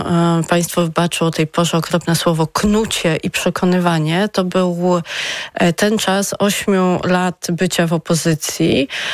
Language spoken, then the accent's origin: Polish; Lublin, Lublin Voivodeship, Poland; Ja pochodzę z Lublina